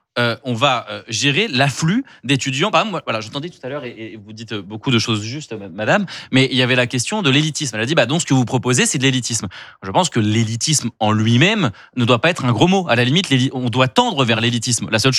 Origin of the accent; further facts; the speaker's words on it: Centre-Val de Loire, France; Moi, je viens de l'Indre, donc c'est un peu comme l'heure, c'est dans la diagonale du vide, plein vide.